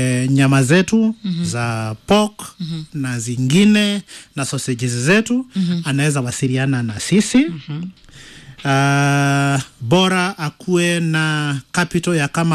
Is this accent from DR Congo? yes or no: no; Kangema, Murang'a County, Kenya; natoka nyumbani kwetu ni Murang'a County, Kangema, mahali inaitwa Rwathia.